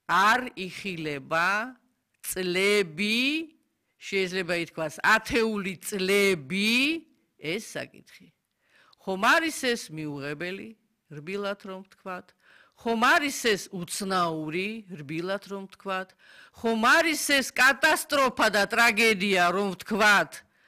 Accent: Sukhumi, Abkhazia, Georgia; მე პოლიტიკოსი ვარ, სოხუმიდან ვარ გამოდევნილი ადამიანი

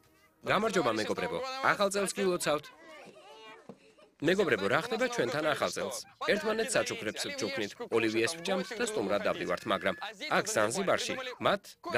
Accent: Zanzibar City, Zanzibar, Tanzania; სტოუნთაუნში გავიზარდე. ეს დედამიწაზე საუკეთესო ქალაქია.

